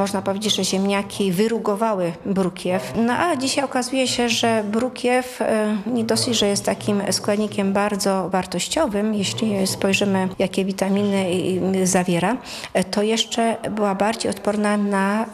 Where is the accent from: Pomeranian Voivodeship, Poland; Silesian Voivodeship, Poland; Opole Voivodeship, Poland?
Silesian Voivodeship, Poland; Ja jestem Ślązaczką z urodzenia i ta kuchnia śląska jest obecna w moim życiu cały czas.